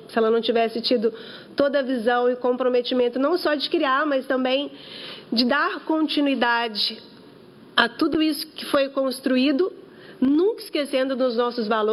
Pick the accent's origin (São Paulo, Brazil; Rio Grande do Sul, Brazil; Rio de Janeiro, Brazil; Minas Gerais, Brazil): Minas Gerais, Brazil; porque eu, como mineira, devo tudo a Minas. Foi onde eu nasci, onde eu cresci